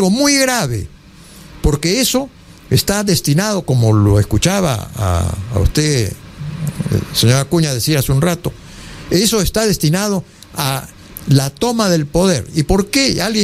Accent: Peru; somos peruanos

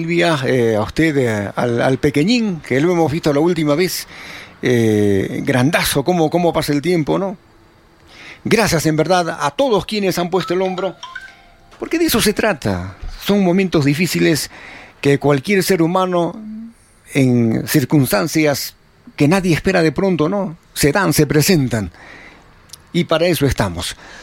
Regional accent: Peru

